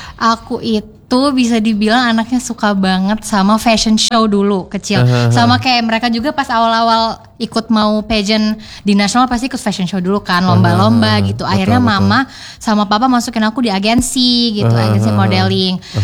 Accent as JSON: {"language": "Indonesian", "town": "Palembang", "region": "South Sumatra", "country": "Indonesia", "said": "Karena kan saya ini dari Indonesia dan dari Palembang gitu."}